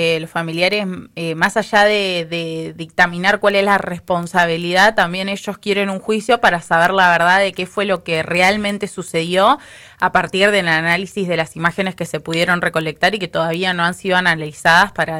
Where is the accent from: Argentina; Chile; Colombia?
Argentina